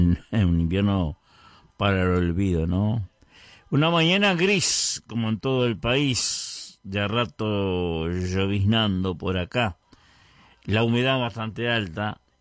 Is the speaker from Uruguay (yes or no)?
yes; Vergara, Treinta y Tres, Uruguay; Ahí está Vergara, nuestro querido pueblo Vergara, donde yo nací, me crié. Me crié entre comillas porque todavía estoy en eso, ¿no?